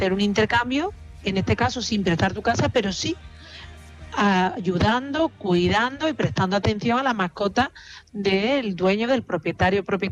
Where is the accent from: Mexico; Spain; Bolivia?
Spain; Andalusia; accent: Andalusian; El 80% de las casas cuevas que hay en Europa están en España y sobre todo en mi tierra, en Andalucía. Tú verás que siempre pongo el acento andaluz.